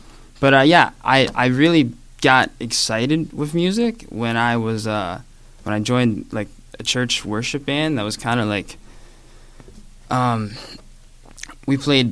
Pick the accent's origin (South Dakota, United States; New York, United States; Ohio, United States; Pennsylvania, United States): Pennsylvania, United States; West Mifflin; Yes. I'm from West Mifflin, PA. I grew up with a theme park, like right in my window vicinity, first job.